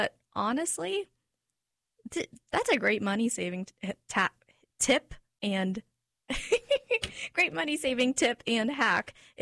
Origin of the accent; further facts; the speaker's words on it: Florida, United States; I am the anomaly in the family, born and raised in Florida.